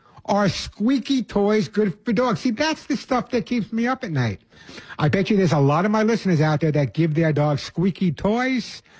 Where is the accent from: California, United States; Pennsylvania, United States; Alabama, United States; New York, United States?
New York, United States; Long Island; I'm from Long Island. There's no such thing as a dry heat.